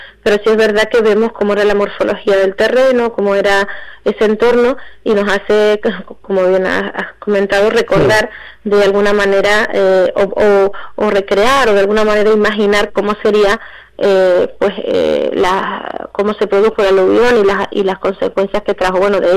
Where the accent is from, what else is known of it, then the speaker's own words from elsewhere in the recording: Canary Islands, Spain; seguir construyendo la identidad que como pueblo canario también nos visibiliza y nos identifica y nos une, al fin y al cabo. Nosotros entendemos que también uniéndonos y encontrándonos es también cómo se hace región, cómo se hace Canarias